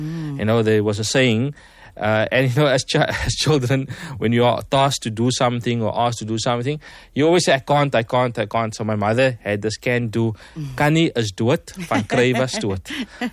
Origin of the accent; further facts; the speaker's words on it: Cape Town, Western Cape, South Africa; So I grew up in Lavender Hill, and as well as Grassy Park area.